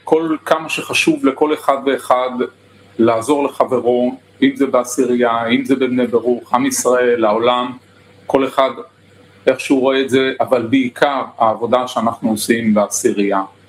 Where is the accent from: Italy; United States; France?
Italy; Milan, Lombardy